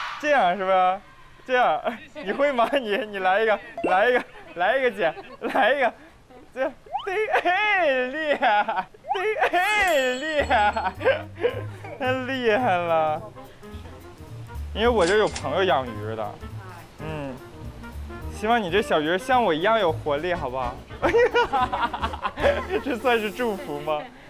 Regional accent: Jilin, China; 我吉林的。

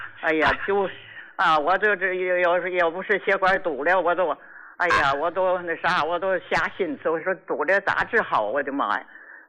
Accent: Qinhuangdao, Hebei, China; 我秦皇岛的患者，我今年86了。

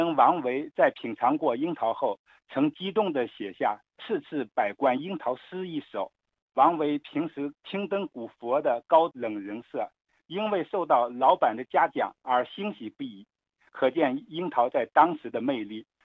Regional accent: China

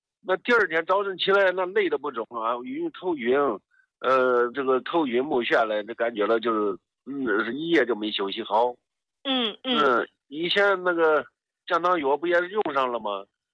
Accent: Fuyang, Anhui, China; 我是安徽的，安徽阜阳了。

